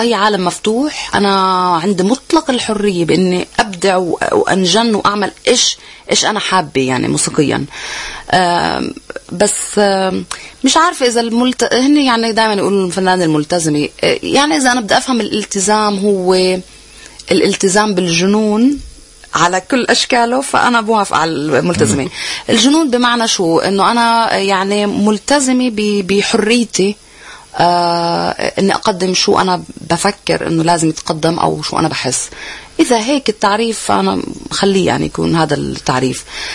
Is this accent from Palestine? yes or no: yes; Palestine; ولدت بفلسطين تحت الاحتلال كل حياتي تحت الاحتلال